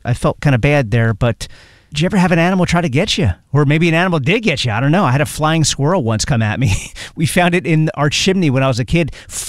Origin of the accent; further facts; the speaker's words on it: New Jersey, United States; I grew up in New Jersey.